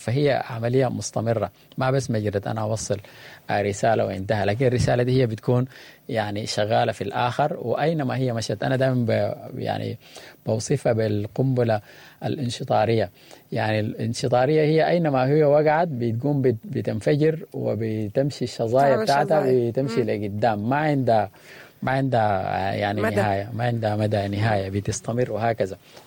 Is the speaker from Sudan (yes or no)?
yes; Sudan; نحن فعلا يعني كسودانيين